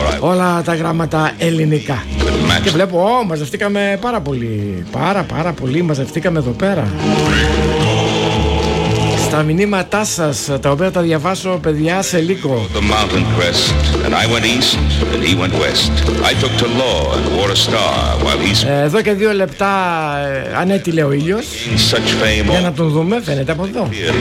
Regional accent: Greece; Γιατί εγώ είμαι Έλληνας

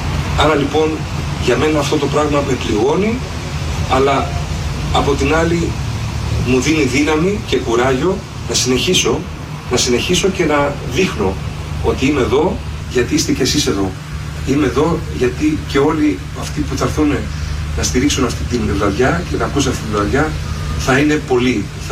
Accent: Thessaloniki, Central Macedonia, Greece; Είμαι από τη Θεσσαλονίκη, είμαι Μακεδόνας, είναι μεγάλη μου χαρά, είναι μεγάλη μου τιμή που είμαι Μακεδόνας, το φωνάζω από την πρώτη στιγμή ότι κατάγομαι από εδώ

